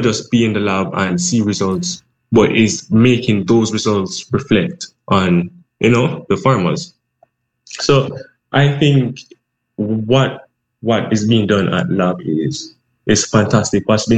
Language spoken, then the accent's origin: English; Linstead, Saint Catherine, Jamaica; And I grew up in Linstead, St. Catherine, which is pretty rural.